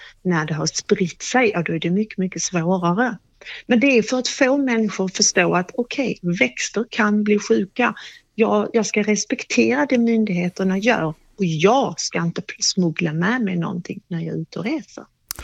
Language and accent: Swedish; Skåne, Sweden; now in Jönköping area, Sweden; Jag är ju själv skåning då.